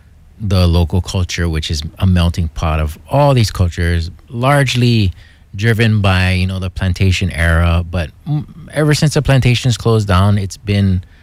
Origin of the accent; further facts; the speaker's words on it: Hawaii, United States; I am a local and I am Hawaiian, so you know, I was born and raised in Hawaii. I am Hawaiian blood, but I also have other ethnicities as well, melting pot like many other people in Hawaii.